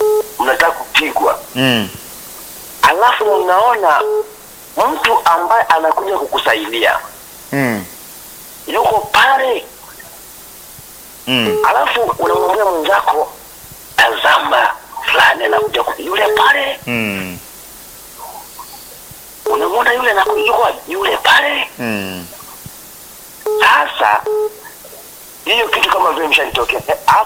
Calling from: Igunga, Tabora, Tanzania; Napiga simu kutoka Igunga Tabora

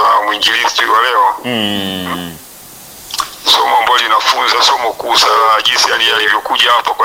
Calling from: Mwanza, Tanzania; Natokea Mwanza hapa.

